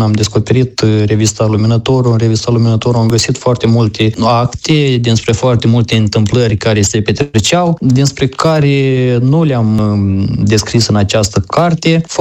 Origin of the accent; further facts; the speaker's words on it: Alcedar, Șoldănești District, Moldova; satul meu natal